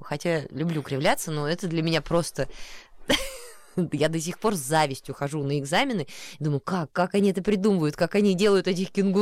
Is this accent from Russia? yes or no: yes; Don, Russia; я очень люблю эти места, вот Дон, степи, и мне очень нравится думать, что вот там моя малая родина.